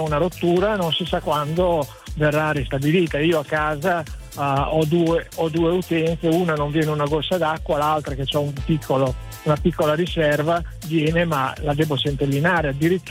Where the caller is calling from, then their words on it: Ferrara, Emilia-Romagna, Italy; Io non sono di Ortona, sono di Ferrara, però possiedo un immobile in una frazione del comune di Ortona.